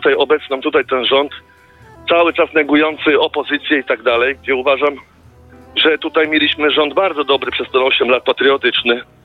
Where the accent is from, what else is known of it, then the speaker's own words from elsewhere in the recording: Gdynia, Pomeranian Voivodeship, Poland; born there; now in Bydgoszcz, Poland; Ja ogólnie urodziłem się w Gdyni, mieszkam w Bydgoszczy teraz obecnie